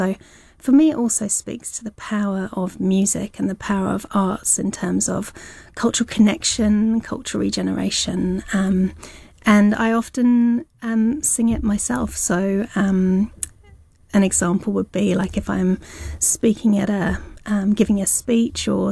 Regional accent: England, United Kingdom; moved away; My dad's a Welsh speaker. But I grew up in England and then obviously now here.

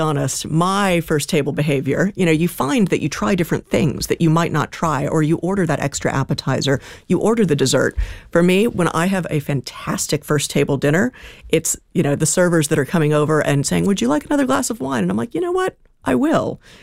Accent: Italy; now in New Zealand; I grew up in Italy.

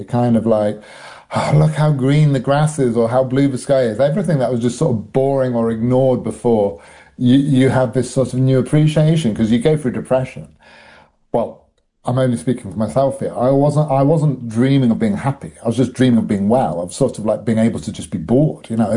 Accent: United Kingdom; drink was always a problem growing up in Britain and our sort of drink culture over here.

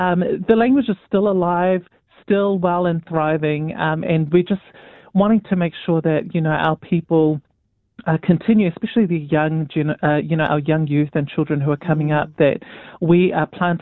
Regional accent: New Zealand; born there; I was born here in New Zealand, so I've only been to, you know, our Rotuma Day events and that.

